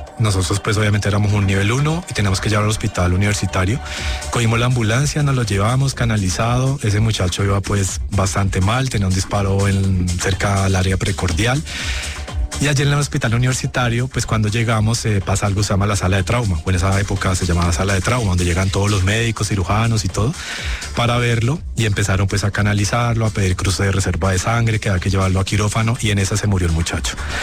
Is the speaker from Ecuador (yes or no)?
no; Ginebra, Valle del Cauca, Colombia; moved away as an adult; also born or lived in Cali; antes de irme de Colombia, yo trabajé 2 años aquí en Colombia cuando me gradué, y pues yo soy del Valle del Cauca, de Ginebra Valle, y yo trabajaba en Cali.